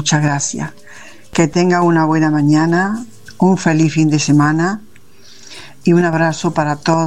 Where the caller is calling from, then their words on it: Córdoba, Andalusia, Spain; de Córdoba.